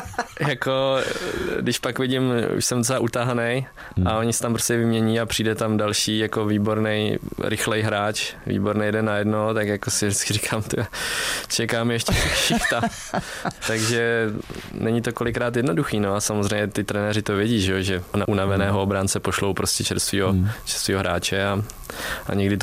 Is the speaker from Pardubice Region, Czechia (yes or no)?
no; Vysočina Region, Czechia; jsme jeli tam po naší Vysočině, odkud pocházím